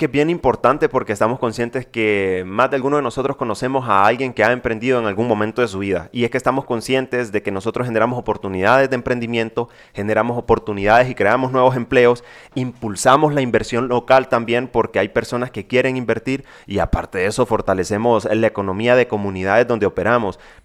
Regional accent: Honduras; nos denomina como hondureños

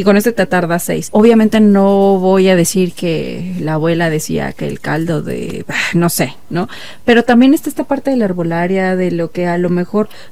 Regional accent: Mexico; somos el mexicano

